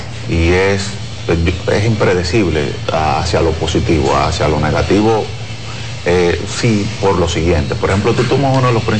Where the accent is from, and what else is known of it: Dominican Republic